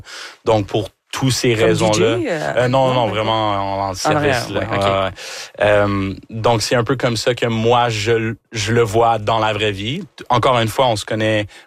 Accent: Rouyn-Noranda, Quebec, Canada; moved away as an adult; d'avoir vécu à l'extérieur pour un bon petit bout, ça me fait que sentir plus rouyn-norandien, plus habitibien

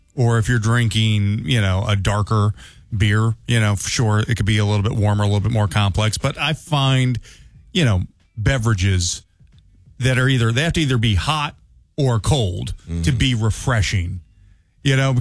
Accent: St. Louis, Missouri, United States; I grew up in St. Louis, sure. Home AB, so it's all AB products.

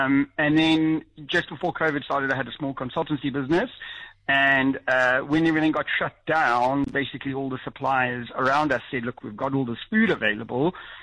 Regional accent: Johannesburg, Gauteng, South Africa; moved away as an adult; also born or lived in United Kingdom; So I'm from Johannesburg originally, and I went to chef school in Johannesburg.

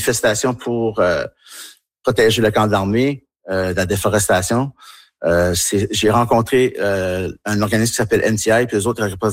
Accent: New Brunswick, Canada; moi aussi, en tant qu'Acadien, fier Acadien, tu sais, j'ai même été vice-président de la Société de l'Acadie du Nouveau-Brunswick.

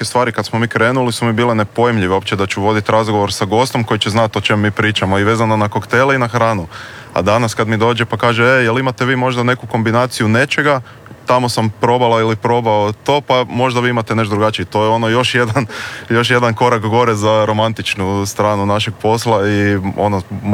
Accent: Zagreb, City of Zagreb, Croatia; born there; U Zagrebu smo rođeni

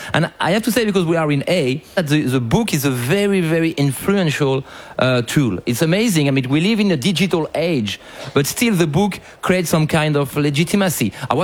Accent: France; English is a second language; I come from France. We have 20 times more ocean in terms of economic zone in France than we have land.

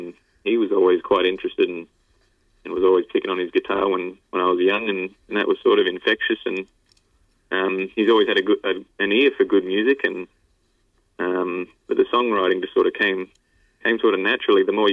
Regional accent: Dubbo, New South Wales, Australia; also born or lived in Bourke; I grew up, I was born in Bourke, mate, but I mainly grew up in Dubbo, in the central west of New South Wales there, and I grew up raised by a couple of school teachers, big agricultural district, and went to school here

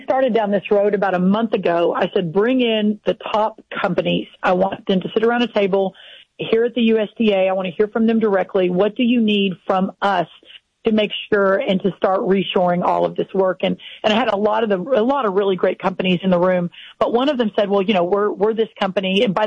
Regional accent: Texas, United States; and I'm from Texas, so for your southern listeners

